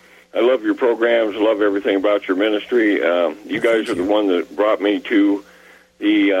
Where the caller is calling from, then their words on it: Des Moines, Iowa, United States; Yeah, Des Moines, Iowa.